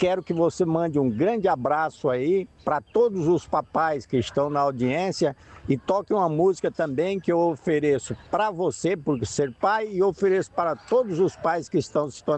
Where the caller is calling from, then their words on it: Campo Grande, Mato Grosso do Sul, Brazil; estou falando de Campo Grande, estou aqui na Praça do Peixe agora, tomando meu tereré